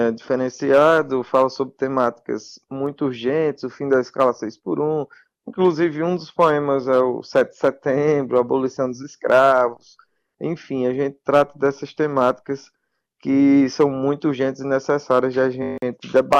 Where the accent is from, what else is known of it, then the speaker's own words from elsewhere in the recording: Pau dos Ferros, Rio Grande do Norte, Brazil; Eu sou do sertão do Rio Grande do Norte, da cidade de Paulo dos Ferros.